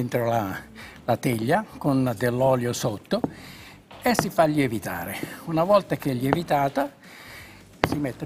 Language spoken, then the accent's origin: Italian; Tuscany, Italy; born there; accent: Tuscan; also born or lived in Apulia; Io sono nato in Puglia, però per motivi di lavoro di mio padre mi sono trasferito in Toscana, in provincia di Grosseto. Lì sono stato per 15 anni e ho assunto questo accento.